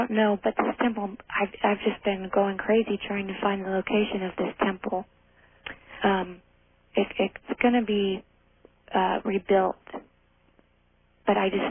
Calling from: Redding, California, United States; I'm calling from Redding, California.

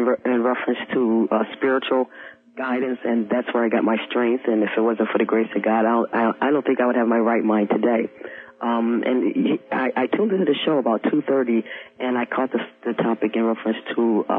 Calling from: New York, United States; calling from Western New York.

